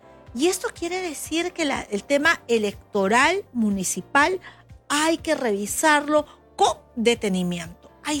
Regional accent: Peru; le dicen, ¿de dónde tú vienes? Yo vengo del Perú.

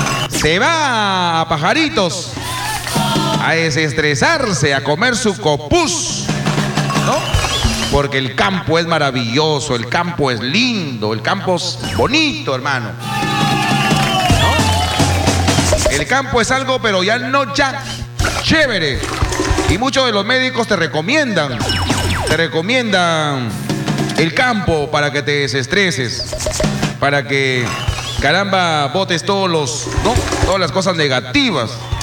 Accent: Negritos, Piura, Peru; born there; also born or lived in La Libertad / Tamarindo; mi tierra, la tierra de mi padre, yo digo mi tierra porque, caramba, me identifico con ese pueblo maravilloso como es La Libertad y Tamarindo. Aunque no he nacido ahí, yo he nacido en Negritos.

